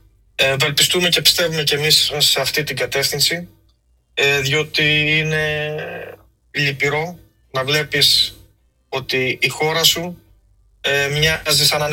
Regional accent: Greece; όταν του είπα ότι έρχομαι από την Ελλάδα

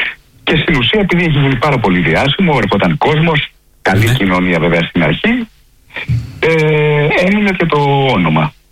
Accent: Piraeus, Attica, Greece; Είμαι και από τον Πειραιά.

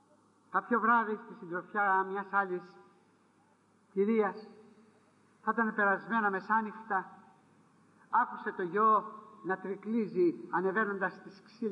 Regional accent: Corfu, Ionian Islands, Greece; Στην πατρίδα μου την Κέρκυρα πουλάνε το πορτοκάλι όταν ακόμα οι πορτοκαλιές ανθοφορούνε.

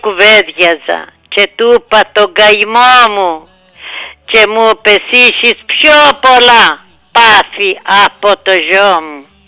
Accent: Agia Marina, Greece; moved away; πήγα χτες το απόγευμα εγώ στο χωριό μου, την Αγία Μαρίνα.

